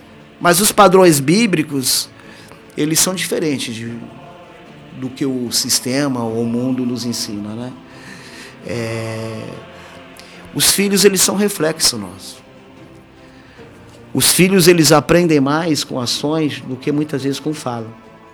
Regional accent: São Paulo, Brazil; Eu sou de São Paulo

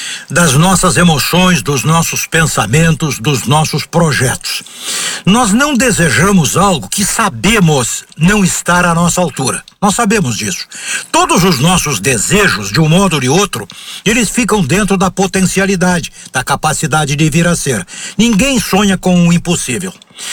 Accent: Brazil

